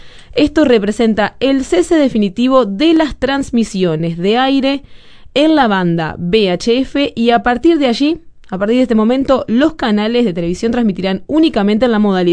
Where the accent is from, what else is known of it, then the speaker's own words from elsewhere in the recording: Montevideo, Uruguay; me duele porque soy de Sayago